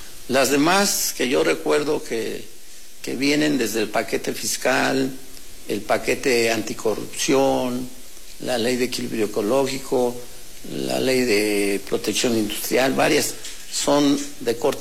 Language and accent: Spanish; State of Mexico, Mexico; Yo, como soy del Valle de México, del altiplano, del centro, en particular del Estado de México, a lo mejor nunca en nuestra región se habla de eso, de la doble nacionalidad.